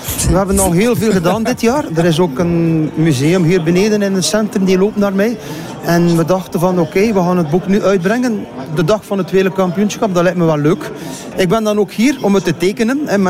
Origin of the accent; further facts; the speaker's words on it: Belgium; Ik heb uiteraard, ik ben een Belg, ik ben chauvinistisch en ik heb Wout van Aert en Remco.